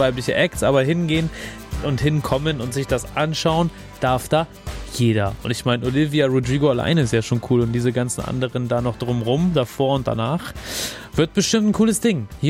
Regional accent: Germany; für uns jetzt so als Deutsche gibt es da ein, zwei kleine Problemchen.

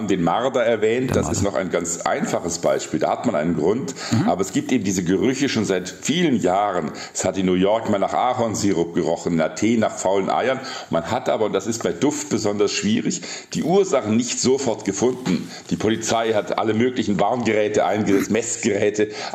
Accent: Heilbronn, Baden-Württemberg, Germany; moved away; ich komme aus Heilbronn.

